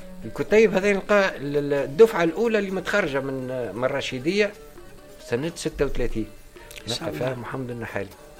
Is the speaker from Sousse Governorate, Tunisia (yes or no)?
no; Metline, Bizerte Governorate, Tunisia; born there; also born or lived in Tunis; من مواليد متلين ما عشت في تونس العاصمة والحمد لله عندي تو 30